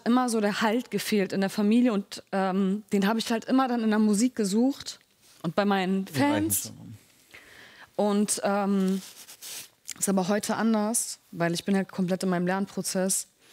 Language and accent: German; Berlin, Germany; Also ich komme aus Berlin-Morbid. Das war mal sehr laut, sehr viele Türken, sehr viele Araber im Haus.